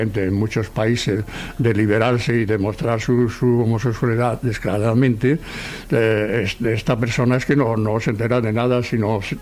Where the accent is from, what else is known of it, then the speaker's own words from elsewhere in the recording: Seville, Andalusia, Spain; now in Barcelona, Spain; nosotros cuando vinimos de Sevilla.